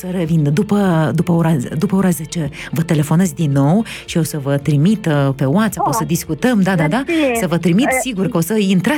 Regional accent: Drochia, Drochia District, Moldova; Că și eu sunt de la Drochia.

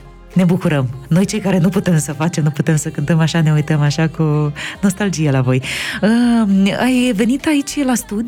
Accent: Moldova; Eu sunt de la nord

